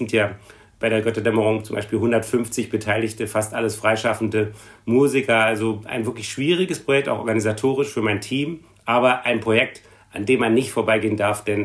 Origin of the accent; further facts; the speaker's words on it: Berlin, Germany; moved away; ich bin aus Berlin als Schüler schon nach Dresden mit dem Zug gefahren